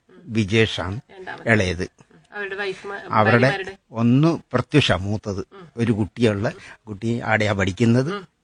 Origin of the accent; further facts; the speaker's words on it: Mavelikkara, Kerala, India; moved away as an adult; now in Kannur, India; ഞാന് ആലപ്പുഴ ജില്ലയിലെ മാവേലിക്കര എന്ന് പറയാ എന്റെ.